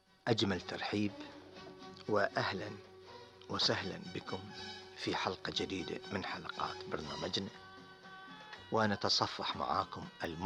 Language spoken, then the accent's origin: Arabic; Bahrain; والعامة عندنا في البحرين يقولون عن نبع الماء الجاري على سطح الأرض السيح.